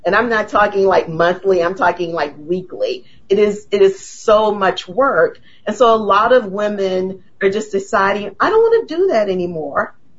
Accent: New Orleans, Louisiana, United States; I was raised in New Orleans.

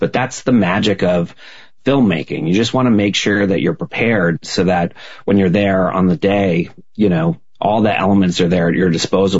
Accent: New England, United States; moved away; also born or lived in New York City; I grew up in New England and I've spent most of my career in New York City. And I've spent time in Florida

